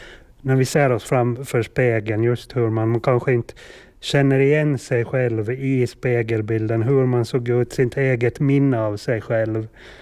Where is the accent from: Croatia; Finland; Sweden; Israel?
Finland; Sviby, Åland; Så det här är just fotograferade hemma i Sviby. Sen har vi Jungfruskär där vi var ofta med. Där var med föräldrarna när jag var en 8-10 år gammal. Vi var ofta där på somrarna. Och så de är alla bilder tagna på Åland och flera i Sviby barndomstrakten.